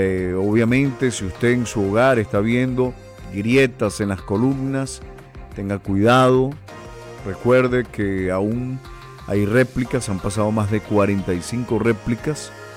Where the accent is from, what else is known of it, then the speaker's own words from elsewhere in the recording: Venezuela; nosotros como venezolanos